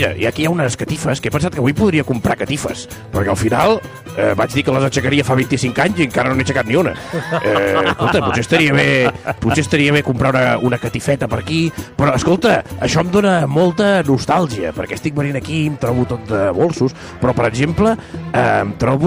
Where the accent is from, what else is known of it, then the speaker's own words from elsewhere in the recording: Catalonia, Spain; com que soc català, que vull regatejar